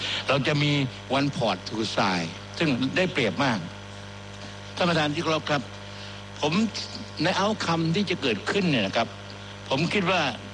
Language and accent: Thai; Southern Thailand, Thailand; ผมเป็นคนภาคใต้